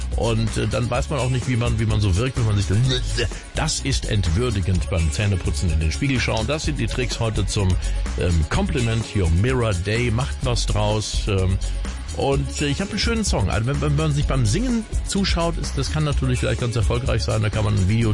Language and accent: German; Spain; German is a second language; Da schimpft man nicht den ganzen Tag, sondern ich bin ja Spanier.